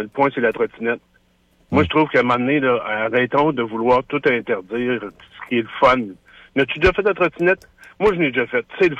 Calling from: Quebec City, Quebec, Canada; J'habite à Charlebourg.

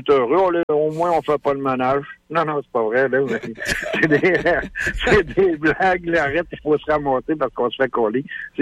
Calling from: Quebec City, Quebec, Canada; je suis à Québec

